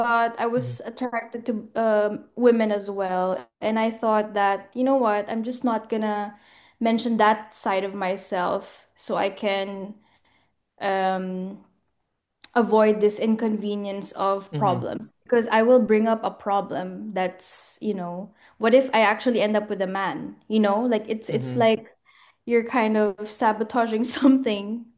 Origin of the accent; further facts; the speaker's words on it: Philippines; now in Berlin, Germany; I'm a Filipino creative based in Berlin.